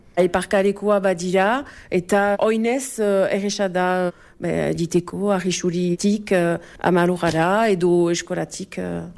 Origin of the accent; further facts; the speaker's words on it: Louhossoa, Nouvelle-Aquitaine, France; Beti danik egon niz hemen. Luxon, nire herria